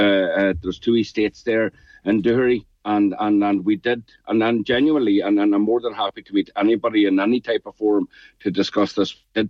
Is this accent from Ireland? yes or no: yes; County Monaghan, Ireland; I'm from Monaghan, or close to it